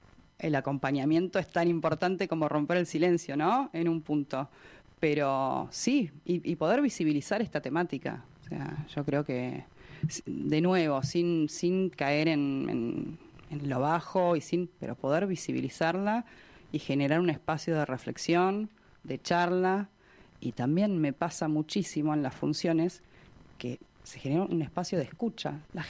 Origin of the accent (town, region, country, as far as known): Argentina